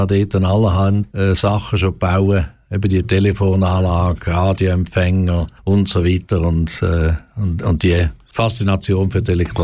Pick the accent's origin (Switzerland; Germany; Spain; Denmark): Switzerland; Romanshorn, Thurgau; now in Aargau, Switzerland; Also geboren bin ich im Kanton Thurgau in Münsterlingen und aufgewachsen in Romanshorn. Dort noch Ziegfröhren erlebt auf dem Bodensee und jetzt aber schon seit vielen Jahren im Kanton Aargau zu Hause.